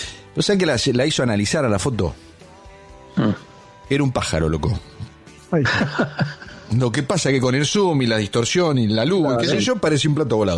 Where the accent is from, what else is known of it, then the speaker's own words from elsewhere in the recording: Argentina; Y cuando te quedas sin tiempo, tenés que buscarle la vuelta. Para eso somos argentinos.